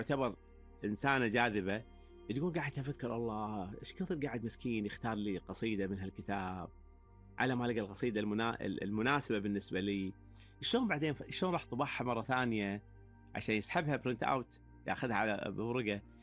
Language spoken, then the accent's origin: Arabic; Kuwait